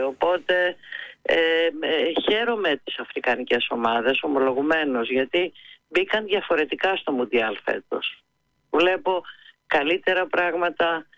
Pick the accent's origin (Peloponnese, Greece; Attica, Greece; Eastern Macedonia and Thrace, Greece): Attica, Greece; Piraeus; Εγώ είμαι Πειραιώτισσα, γέννημα Θρέμα. Εκεί γεννήθηκα, εκεί μεγάλωσα.